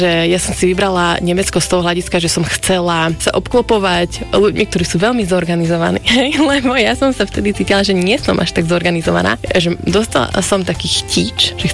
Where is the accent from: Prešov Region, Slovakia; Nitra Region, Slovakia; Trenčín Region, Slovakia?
Nitra Region, Slovakia; Hontianska Vrbica; also born or lived in Želiezovce; now in United States; Narodila som sa v Želiezovciach, ale pochádzam z Hontianskej Vrbice, čo je taká malá dedinka vedľa Levíc.